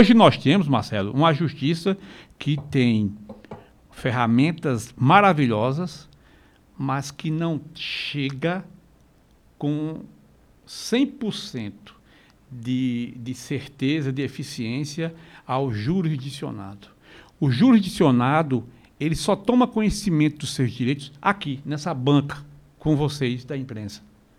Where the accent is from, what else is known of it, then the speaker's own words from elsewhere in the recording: Bahia, Brazil; now in Paraíba, Brazil; Sou de Bahia.